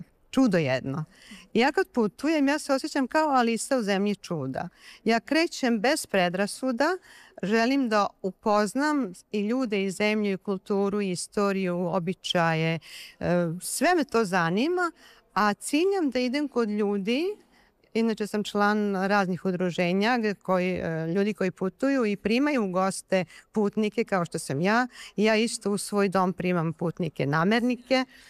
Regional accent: Sombor, Vojvodina, Serbia; dolazim iz Sombora.

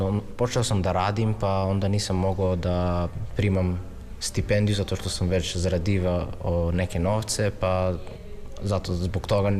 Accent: North Macedonia; Pa kod nas u Makedoniju ima posebnu stipendiju koje dobijaju romske studente i romske učenike u srednju i u fakultetu.

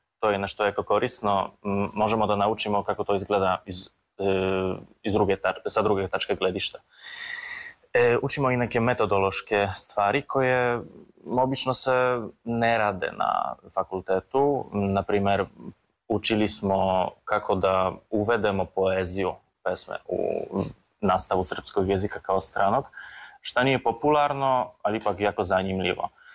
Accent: Poland; Serbian is a second language; now in Belgrade, Serbia; dolazim iz Poljske. Već 5 godina bavim se srpskim jezikom, studiram slavistiku na fakultetu u Lođu.

